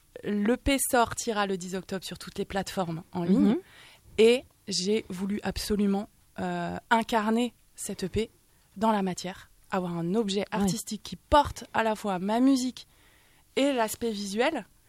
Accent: Rennes, Brittany, France; also born or lived in Périgueux; Mais je suis née en Dordogne, à Périgueux. J'avais des parents militaires, donc j'ai un peu déménagé. Mais c'est en Bretagne, à Rennes, où j'ai passé le plus de temps.

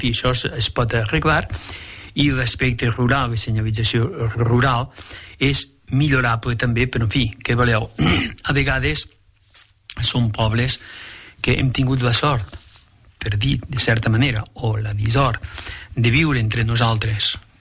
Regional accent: Tamarit de Llitera, Aragon, Spain; moved away; m'he criat en la Franja de Ponent i molt veí a casa vostra, perquè m'he criat a Tamarit

